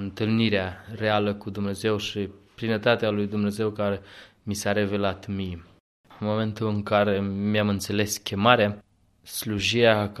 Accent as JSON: {"language": "Romanian", "country": "Romania", "tie": "born or raised there", "moved": "yes", "lives_now": "Madrid, Spain", "said": "biserica în care am crescut în România"}